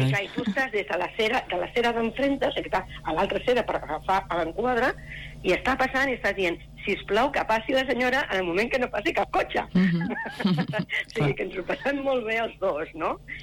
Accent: Sabadell, Catalonia, Spain; now in Castellar del Vallès, Spain; Jo en porto uns 15, soc de Sabadell, però sí.

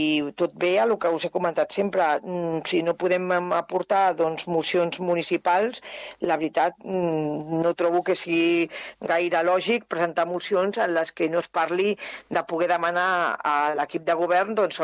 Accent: Catalonia, Spain; Jo m'estimo moltíssim a Catalunya, jo sóc catalana

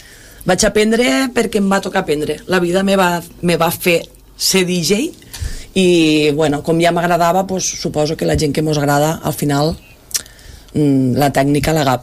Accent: Tivenys, Catalonia, Spain; jo sóc mitja Tivenys, també, sí. Perquè ma iaia era de Tivenys i jo he passat la meva infància a Tivenys.

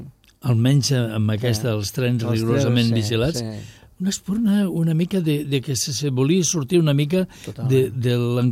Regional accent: Ciutadilla, Catalonia, Spain; now in Barcelona, Spain; a l'església de Ciutadilla, al meu poble

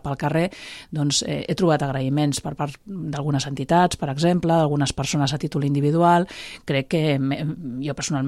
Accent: Cubelles, Catalonia, Spain; poder fer la meva trajectòria política al meu poble, que és en el que sempre he viscut, en el que he crescut, en el que estan crescut els meus fills

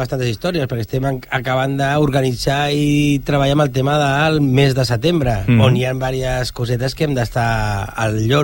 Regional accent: Sant Boi de Llobregat, Catalonia, Spain; also born or lived in Berga / La Pobla de Lillet / Sant Bartomeu de la Quadra; Fins que vam acabar aquí a Sant Boi i vaig començar a fer vida a Sant Boi. Quan jo vaig arribar a Sant Boi tindria uns 4 anys i fins ara.

